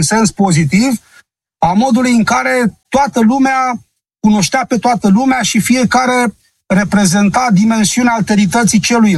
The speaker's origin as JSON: {"language": "Romanian", "country": "Romania", "said": "Eu sunt român, sunt român, e o grămadă."}